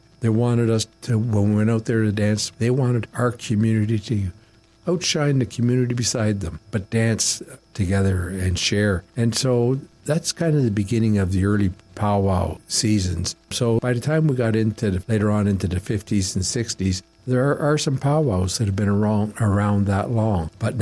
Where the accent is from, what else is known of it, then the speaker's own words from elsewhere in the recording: Sheshegwaning First Nation, Ontario, Canada; I'm Odawa. I come from Shishigwaning First Nation.